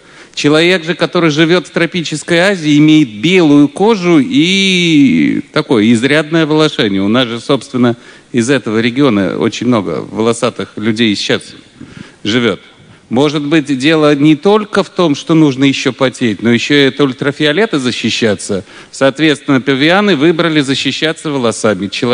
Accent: London, United Kingdom; я из Лондона.

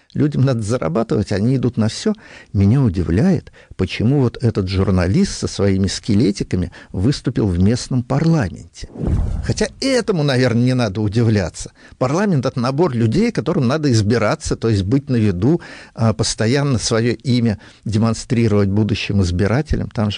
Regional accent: Southern Urals, Russia; мы же с Южного Урала оба

